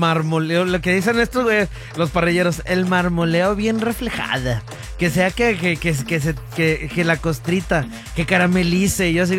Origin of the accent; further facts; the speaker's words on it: Mexico; De aquí soy, porque soy cavernícola, pero soy cavernícola mexicano.